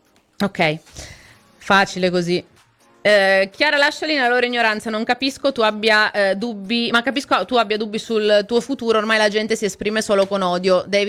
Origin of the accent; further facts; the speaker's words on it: Zurich, Switzerland; born there; sono nato a Zurigo, la mia terra nativa